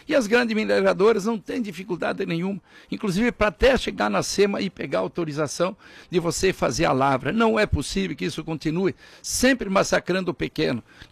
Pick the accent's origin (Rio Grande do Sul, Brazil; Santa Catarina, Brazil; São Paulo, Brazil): Rio Grande do Sul, Brazil; born there; now in Mato Grosso, Brazil; nasci numa pequena propriedade no Rio Grande do Sul